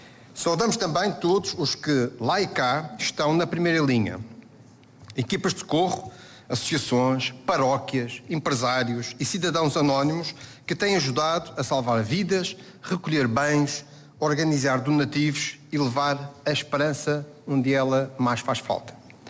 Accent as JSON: {"language": "Portuguese", "region": "Madeira", "country": "Portugal", "said": "Hoje é o vosso dia, é o nosso dia. O dia de quem tem orgulho de dizer, eu sou madeirense."}